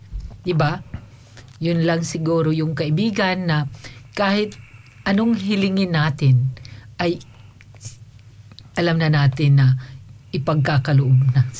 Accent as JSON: {"language": "Tagalog", "region": "Eastern Visayas", "country": "Philippines", "said": "I mean, Bisayang Bisaya talaga ako. I'm from Samar, okay? So, maaaring minsan, yung salita ko ay matigas."}